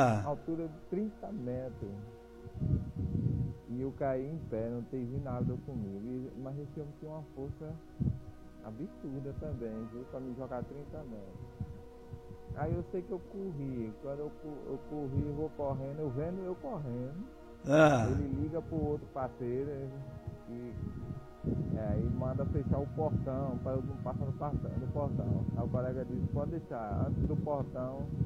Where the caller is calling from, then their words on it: Bahia, Brazil; eu sou aqui da Bahia.